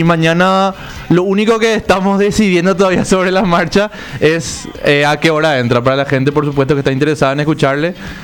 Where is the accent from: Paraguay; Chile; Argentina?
Paraguay; Encarnación, Itapúa; moved away as an adult; now in Asunción, Paraguay; Yo soy de Encarnación, Sonia. Soy de la Perla del Paraguay, no de la Perla del Sur. Tengo 22 años